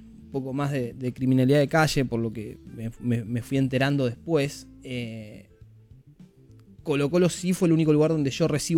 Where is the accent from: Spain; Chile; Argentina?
Argentina; Yo dije, che, me van a tratar mal porque soy argentino.